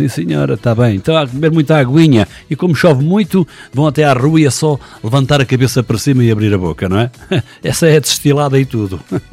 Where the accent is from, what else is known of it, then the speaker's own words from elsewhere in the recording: Pinhel, Centro, Portugal; moved away; Pinhel deixa-me assim, a minha terra natal deixa-me desta maneira.